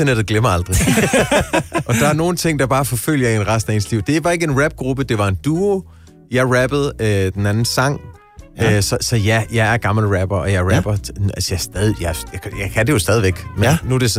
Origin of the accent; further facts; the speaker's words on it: Børkop, Region of Southern Denmark, Denmark; Nej, jeg er fra Børkop.